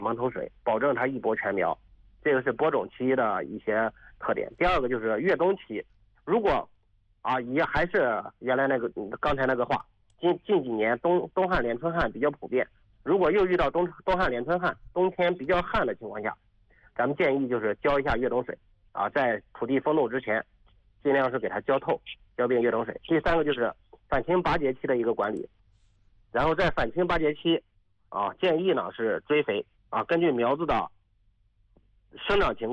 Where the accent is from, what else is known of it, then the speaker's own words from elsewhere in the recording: Yingshang, Anhui, China; 我的老家颍上县